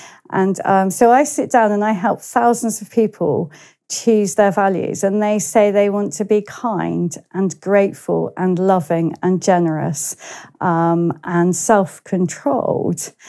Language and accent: English; Worthing, South East England, United Kingdom; Worthing was my hometown.